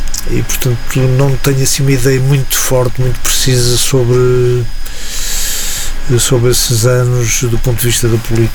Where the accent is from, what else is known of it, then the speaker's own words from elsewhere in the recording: Coimbra, Centro, Portugal; eu sou de Coimbra.